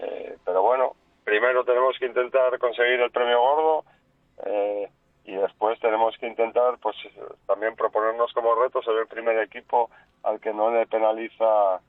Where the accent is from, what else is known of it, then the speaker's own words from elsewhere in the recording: Cantabria, Spain; yo soy cántabro, jugué varios años en tercera y en Cantabria